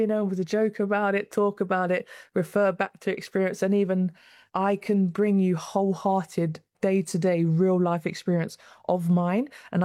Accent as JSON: {"language": "English", "region": "London", "country": "United Kingdom", "tie": "born or raised there", "accent": "South London", "said": "I grew up in a council house in Peckham."}